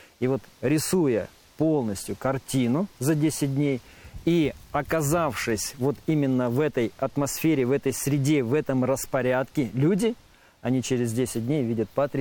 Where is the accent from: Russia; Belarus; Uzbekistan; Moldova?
Russia; Krasnodar Krai; moved away; Я сам родом с Краснодарского края, и меня часто тянет на юга.